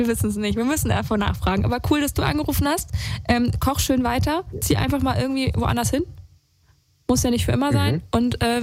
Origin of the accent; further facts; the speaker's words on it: Saarland, Germany; moved away as an adult; also born or lived in Austria / Croatia; now in Berlin, Germany; Und ich komme nicht aus Berlin, also ich komme eigentlich aus dem Saarland, da so ganz JWD.